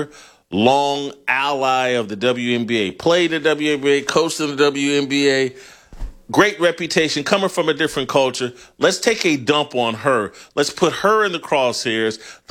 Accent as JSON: {"language": "English", "town": "Indianapolis", "region": "Indiana", "country": "United States", "tie": "born or raised there", "said": "in 2025 in Indianapolis, my hometown."}